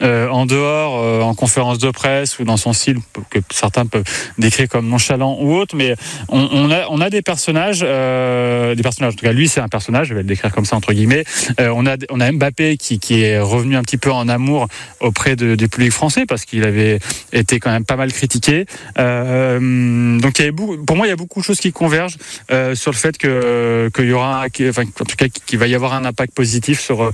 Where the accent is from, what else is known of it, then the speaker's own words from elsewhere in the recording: France; je suis français